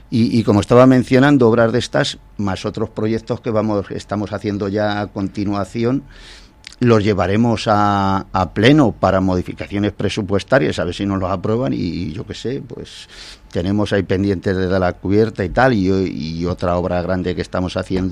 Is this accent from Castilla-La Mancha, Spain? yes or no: no; Moralzarzal, Community of Madrid, Spain